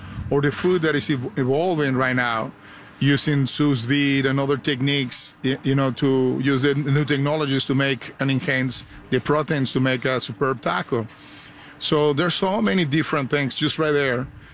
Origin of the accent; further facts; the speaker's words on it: northern Mexico, Mexico; Well, you know, you will be surprised because, like I'm telling you, we're from the north. So we're 2 hours from Laredo, Texas.